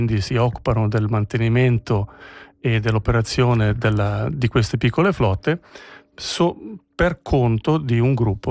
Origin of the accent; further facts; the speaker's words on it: Mendrisio, Ticino, Switzerland; Allora, io sono ticinese di nascita, sono nato a Mendrisio 56 anni fa. Qui sono cresciuto, ho fatto i miei studi iniziali a Mendrisio